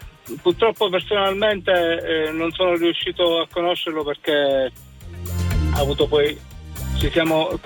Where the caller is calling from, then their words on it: Palermo, Sicily, Italy; in questo momento mi trovo a Siracusa, ma sono di Palermo.